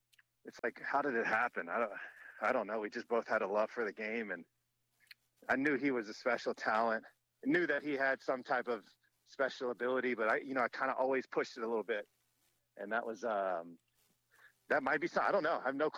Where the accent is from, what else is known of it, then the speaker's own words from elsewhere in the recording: Louisiana, United States; Yeah, I grew up in Louisiana.